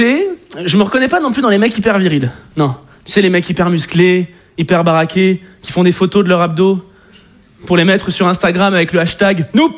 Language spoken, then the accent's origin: French; Paris, Île-de-France, France; Parce que je suis parisien et superficiel.